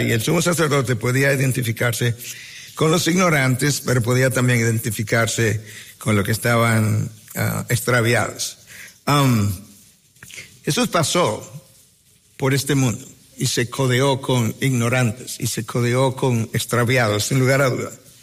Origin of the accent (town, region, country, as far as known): Dominican Republic